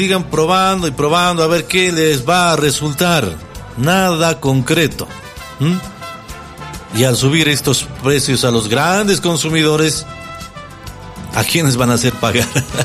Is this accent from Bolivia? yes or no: yes; Bolivia; como somos los bolivianos